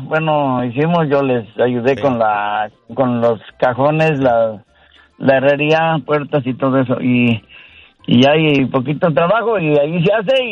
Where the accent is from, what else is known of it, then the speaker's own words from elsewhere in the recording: Querétaro, Mexico; Allá en México somos de Querétaro y entre mis hermanos y yo hacemos un jaripeo todos los diciembre.